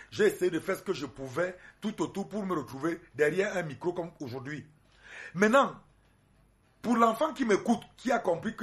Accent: Cameroon; Monsieur Niam au Cameroun, je suis Camerounais.

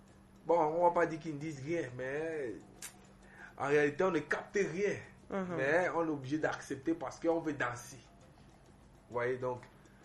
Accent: Cameroon; Parce que nous sommes camerounais.

